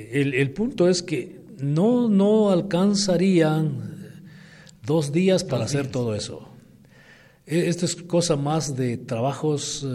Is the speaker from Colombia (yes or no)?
no; Guatemala; Tal vez porque vinimos de un tema, de un contexto de sufrimiento, de guerra, de todo eso. Entonces el guatemalteco se acomoda.